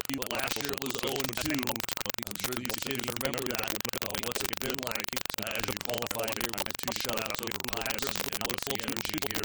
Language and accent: English; Missouri, United States; I'm from Missouri. Missouri is not a volleyball state.